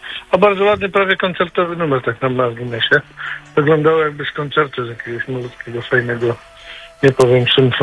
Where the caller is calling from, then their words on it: Radom, Masovian Voivodeship, Poland; Ja jestem z Radomia, dlatego się tak śmieję. Nie mieszkam w Gnieźnie.